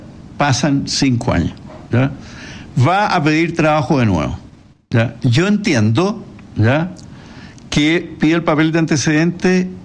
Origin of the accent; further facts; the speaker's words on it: Chile; Pero en realidad somos chilenos.